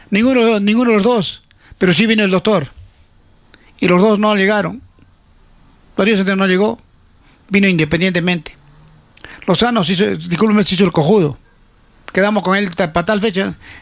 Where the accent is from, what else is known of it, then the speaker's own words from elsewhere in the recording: Congata, Arequipa, Peru; a mi zona, a mi pueblo. La Loma de Congata.